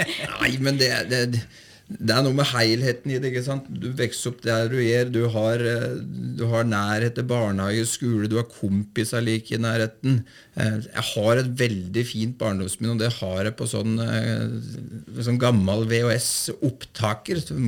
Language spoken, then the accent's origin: Norwegian; Nore og Uvdal, Buskerud, Norway; Nei, jeg hadde en fantastisk oppvekst i Nord-Uvdal. Jeg vokste opp på Langodden i Nore, med mor og far og to syskjen. Trygt nærmiljø